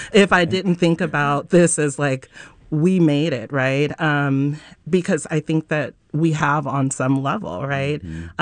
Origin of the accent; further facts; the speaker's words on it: Flint, Michigan, United States; now in California, United States; Like my family, I came from Flint, Michigan, here to California